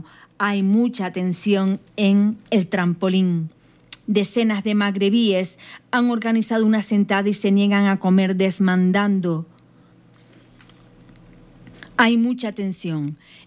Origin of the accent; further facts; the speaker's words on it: Canary Islands, Spain; Pero bueno, me voy a ir para mi tierra. Y me voy a poner una... No sé, vamos a ver. Una zaranda de Lanzarote, por ejemplo.